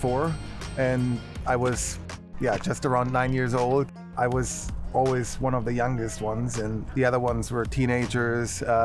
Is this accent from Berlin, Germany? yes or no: no; Munich, Bavaria, Germany; I grew up in Munich. I grew up in this park and was here with my little BMX bike the whole time.